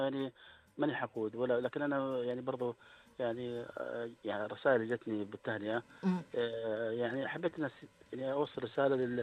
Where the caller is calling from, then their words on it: Dammam, Eastern Province, Saudi Arabia; انا اكلمك من الدمام.